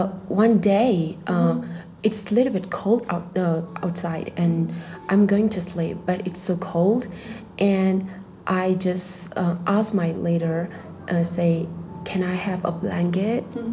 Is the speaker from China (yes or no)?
yes; Tibet, China; Highest plateau in the world, and no one place can seem like Xizang.